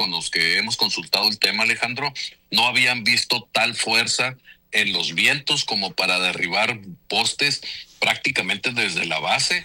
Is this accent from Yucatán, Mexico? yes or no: no; Nogales, Sonora, Mexico; now in Hermosillo, Mexico; particularmente ahí en Nogales, pues tú sabes, yo soy de la Reforma. Estuve hace unos días por allá visitando a mi familia, platicando con mi mamá.